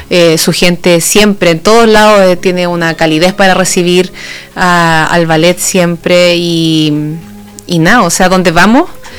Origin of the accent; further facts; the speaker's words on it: Santa Cruz, O'Higgins, Chile; Bueno, yo soy nacida y criada aquí en Santa Cruz, en tierra santacruzana.